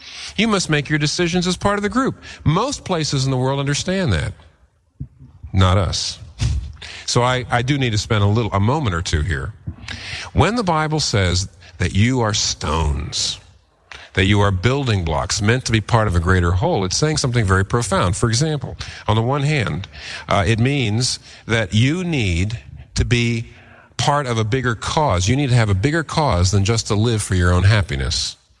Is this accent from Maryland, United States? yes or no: no; Pennsylvania, United States